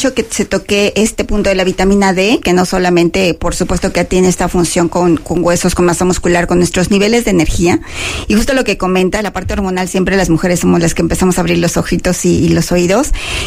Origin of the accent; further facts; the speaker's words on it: Mexico; como mexicanos tenemos deficiencias de vitamina D